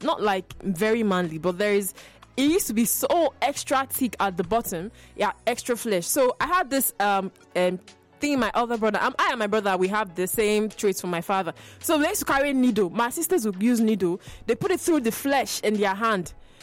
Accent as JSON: {"language": "English", "country": "Nigeria", "said": "I, as a Nigerian"}